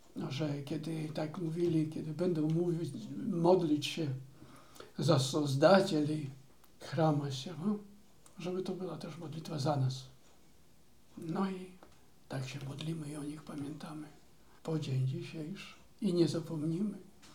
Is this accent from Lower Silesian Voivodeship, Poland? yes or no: no; Czyże, Podlaskie Voivodeship, Poland; moved away; ja w Czyżach się wychowałem